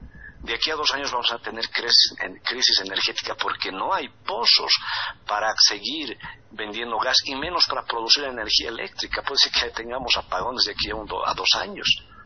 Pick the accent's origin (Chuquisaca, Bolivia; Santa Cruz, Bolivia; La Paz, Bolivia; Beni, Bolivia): La Paz, Bolivia; Camacho Province; now in La Paz, Bolivia; porque salgo del lado del lago. Yo me he criado en el lado de la provincia de Camacho. Yo siempre le he dicho alguna vez, yo soy aymara, pero primero soy boliviano.